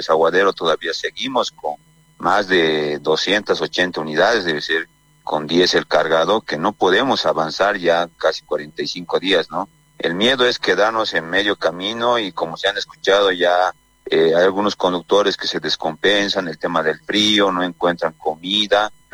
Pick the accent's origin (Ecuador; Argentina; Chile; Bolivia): Bolivia; somos mismos bolivianos